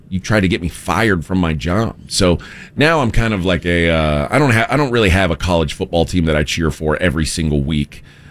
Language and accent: English; Texas, United States; But where I grew up in Brazoria County, Texas, like, when I was a little kid.